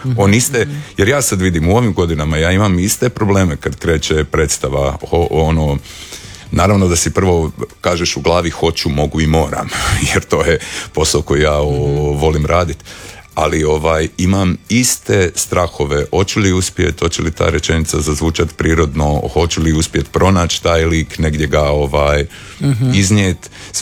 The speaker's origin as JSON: {"language": "Croatian", "country": "Croatia", "said": "ja sam jedini iz Hrvatske"}